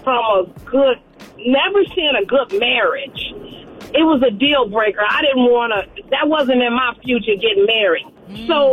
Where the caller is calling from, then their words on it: Warren, United States; I'm calling from Warren.